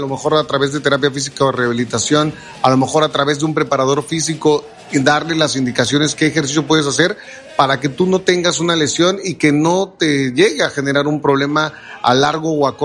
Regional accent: Veracruz, Mexico

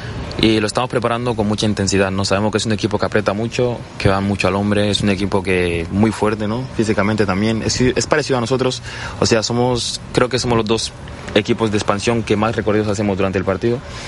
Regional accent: Barcelona, Catalonia, Spain; born there; aunque ahí nací en Barcelona.

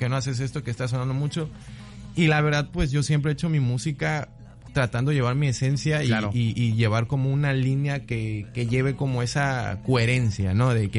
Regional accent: Veracruz, Mexico; siempre dejé en claro que pues yo soy de aquí, de Veracruz

